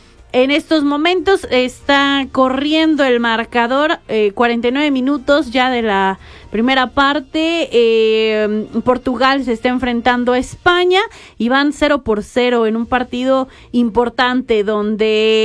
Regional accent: Mexico; nos unió como mexicanos

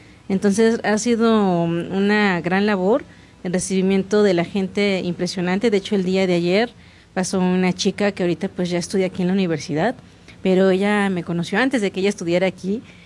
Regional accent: Tlaxcala, Mexico; entonces yo soy de Tlaxcala, pongo la radio local

